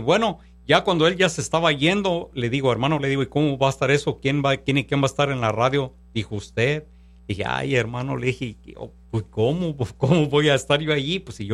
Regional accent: Panindícuaro, Michoacán, Mexico; ir para allá, para mi ranchito, para mi pueblo querido, hermano. Yo soy de Michoacán, de Panindícuaro, Michoacán

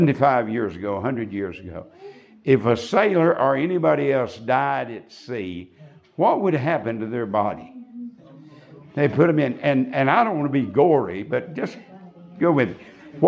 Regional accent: Texas, United States; I preached in my hometown last Sunday about, as I said, about 50 miles out of Amarillo.

